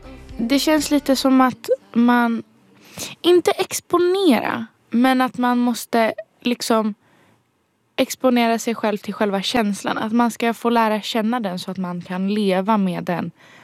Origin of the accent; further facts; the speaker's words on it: Poland; Och inte säga att jag är från Polen.